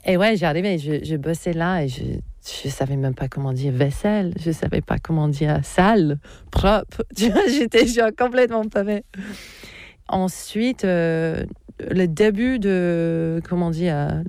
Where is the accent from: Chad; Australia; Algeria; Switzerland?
Australia; moved away as an adult; Je suis née en Australie, j'ai grandi en Australie. Mais j'étais dans cette culture polonaise et donc j'avais toujours envie de partir de l'Australie